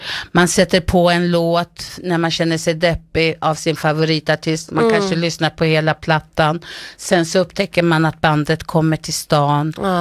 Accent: Vingåker, Södermanland, Sweden; jag är uppvuxen utanför Vingåker, men jag gick ju i skolan i Vingåker.

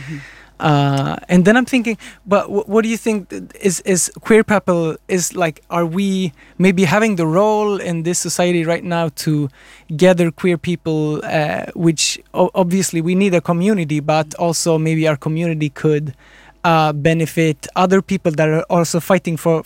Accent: Sweden; growing up in Sweden

